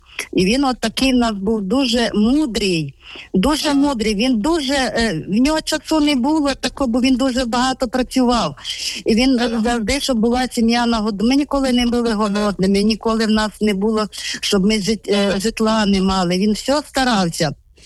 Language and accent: Ukrainian; Vinnytsia, Vinnytsia Oblast, Ukraine; Ви знаєте, отченько, ви мою маму дуже добре знаєте. Я з Вінниці, з костьола Матері Божої Ангельської.